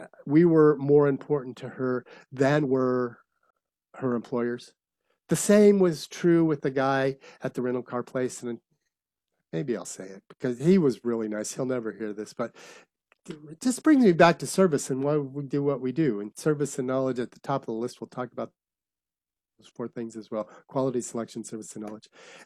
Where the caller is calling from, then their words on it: Niagara Falls, Ontario, Canada; I'm sitting in Ontario, Niagara Falls, Canada, doing this show because it means so much to me.